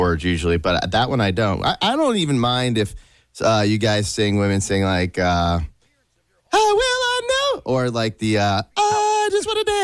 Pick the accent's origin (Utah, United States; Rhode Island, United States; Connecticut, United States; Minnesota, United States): Rhode Island, United States; When I went to ODU, which is in Virginia, when I went to college there, and I'm originally from Rhode Island